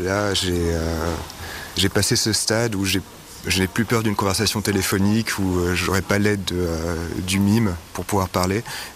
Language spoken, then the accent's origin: French; Bordeaux, Nouvelle-Aquitaine, France; je suis historien du droit, je viens de Bordeaux et depuis maintenant plus de 7 ans, j'apprends le tchèque.